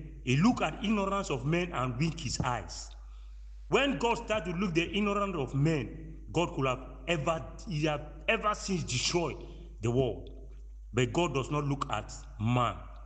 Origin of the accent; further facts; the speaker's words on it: Amasere, Ebonyi, Nigeria; from Ebonyi State, Afriko local government, Amasere.